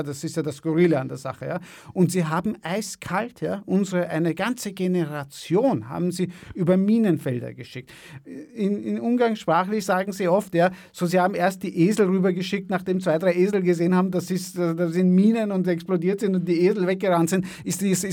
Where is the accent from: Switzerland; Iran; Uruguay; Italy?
Iran; moved away; als Iraner